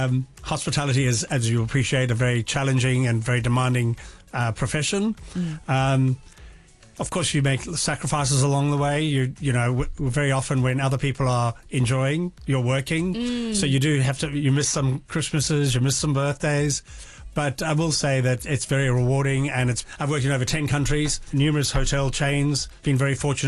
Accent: Johannesburg, Gauteng, South Africa; now in Hong Kong; We used to go to some really amazing restaurants when we grew up in Johannesburg, South Africa.

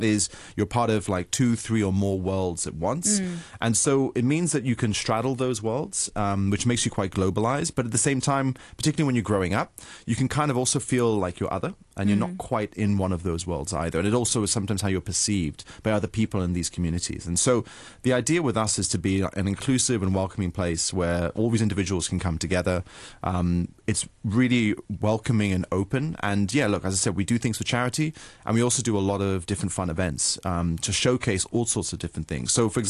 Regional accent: Hong Kong; I grew up in Hong Kong, and I have this third culture identity

